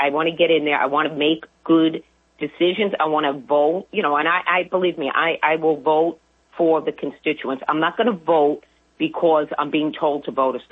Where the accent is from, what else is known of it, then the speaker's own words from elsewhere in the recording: New York City, New York, United States; now in Nassau County, United States; I grew up in the city. I grew up in Middle Village, Queens. So when I moved to Nassau